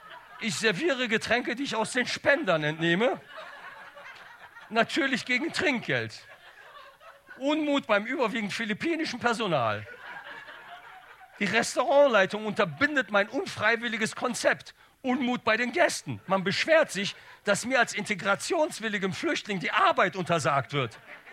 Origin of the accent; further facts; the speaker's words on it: Bonn, North Rhine-Westphalia, Germany; Ich komme ja aus Bonn und bin ein Ghetto-Kind, Zickerland.